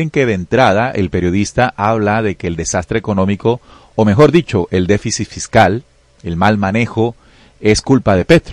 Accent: Colombia; Hay una formulita, hay unas cifras que tenemos que entender como colombianos.

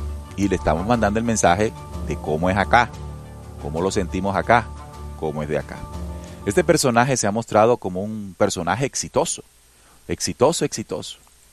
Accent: Barranquilla, Atlántico, Colombia; le voy a decir cómo le decimos los costeños, sobre todo los barranquilleros, utilizamos mucho esa palabra

